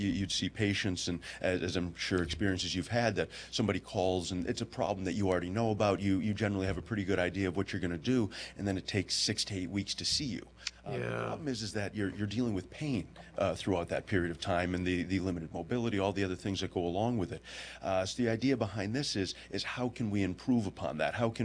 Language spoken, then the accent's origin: English; Springfield, Massachusetts, United States; I grew up in Springfield, graduated from Cathedral High School, and ended up going to Westfield State.